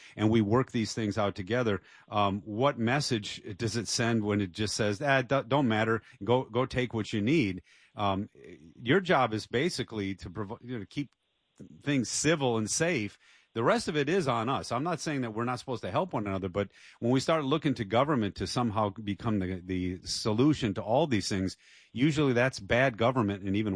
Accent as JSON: {"language": "English", "town": "Detroit", "region": "Michigan", "country": "United States", "said": "so I've served in New York City, I've served in South Central LA, and I'm from Detroit."}